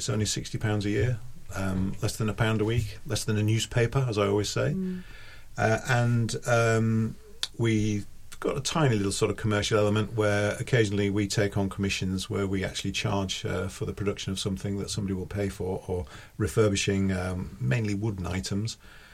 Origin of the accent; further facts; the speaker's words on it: Hull, Yorkshire and the Humber, United Kingdom; moved away as an adult; now in Surrey, United Kingdom; I'm not from Surrey. I'm from East Yorkshire and come from the port of Hull.